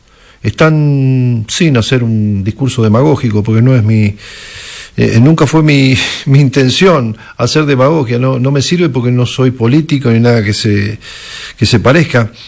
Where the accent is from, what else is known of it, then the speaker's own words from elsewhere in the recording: Argentina; nosotros como argentinos